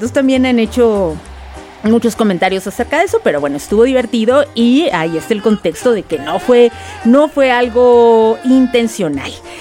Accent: Mexico; pues lo que falte para que se note, sí, que somos, sí, mexicanos.

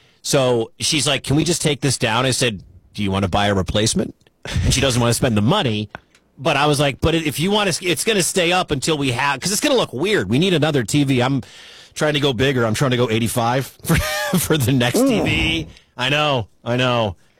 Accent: Detroit, Michigan, United States; I'm from Detroit. I grew up a Michigan fan. I root for the Maize and Blue.

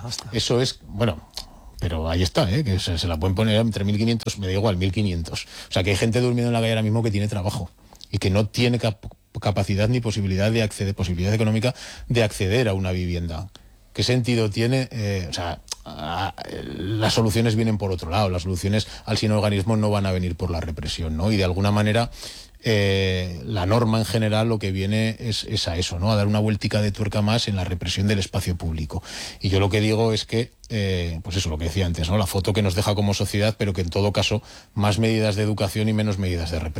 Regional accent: Spain; Y cuando yo era crío, que yo soy de las Delicias, antes de que existiera el parque

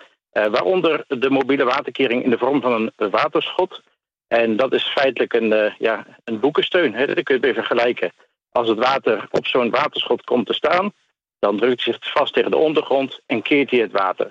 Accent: Netherlands; wij als Nederlanders, bedrijven en ook particulieren, veel aan naar de overheid kijken

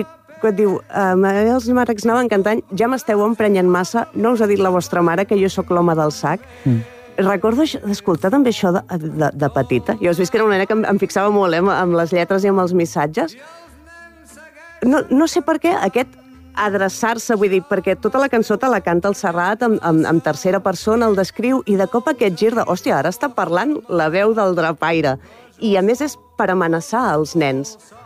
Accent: Mataró, Catalonia, Spain; Jo soc de Rocafonda, també, com en Lamine Yamal.

